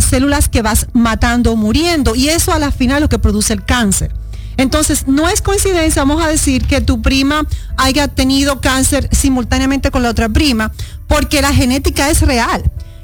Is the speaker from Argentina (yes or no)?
no; Santo Domingo, Dominican Republic; born there; yo soy dominicana y haitiana. Mi abuela viene de Haití, yo nací en Santo Domingo.